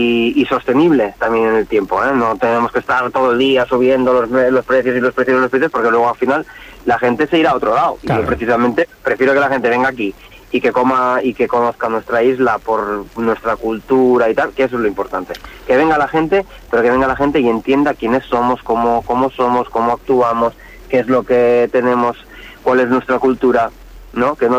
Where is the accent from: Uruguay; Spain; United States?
Spain; Menorca, Balearic Islands; No, que soy de Menorca. Y dices, no, y ¿sabes? El tipismo sí. Este, que siempre todos los menorquinos hacemos la gracieta, ¿no?